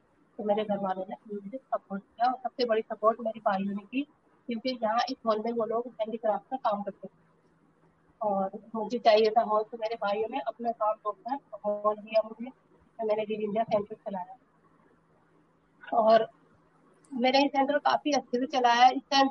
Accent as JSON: {"language": "Hindi", "town": "Rampur", "region": "Uttar Pradesh", "country": "India", "said": "और मैं रामपुर शहर के छोटे से मोहल्ले कलकत्ता की रहने वाली हूँ।"}